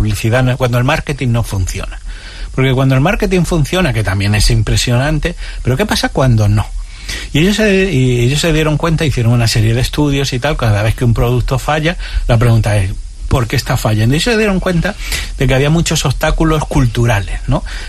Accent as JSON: {"language": "Spanish", "region": "Extremadura", "country": "Spain", "said": "Claro, yo soy extremeño. Mi abuela extremeña de toda la vida"}